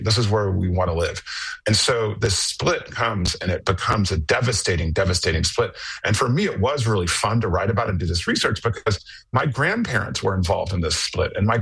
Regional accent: Houston, Texas, United States; Well, because also as a Texan and as a Houstonian, I think that I know and that we know that Jewish history in just in this country is a lot broader

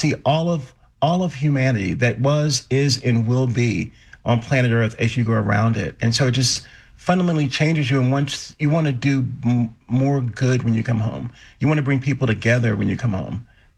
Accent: Lynchburg, Virginia, United States; We're flying over my hometown, Lynchburg, Virginia. And I'm thinking, my mom's probably making meatloaf and mashed potatoes.

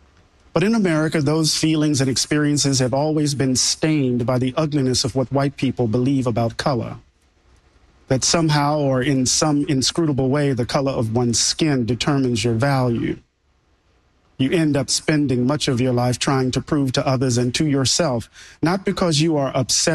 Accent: Mississippi, United States; Maybe it's because I'm from Mississippi.

